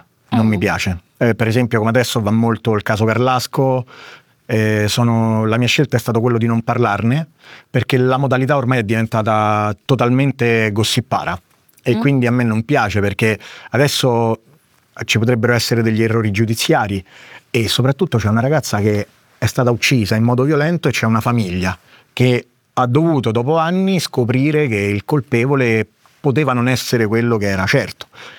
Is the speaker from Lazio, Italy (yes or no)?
yes; Rome, Lazio, Italy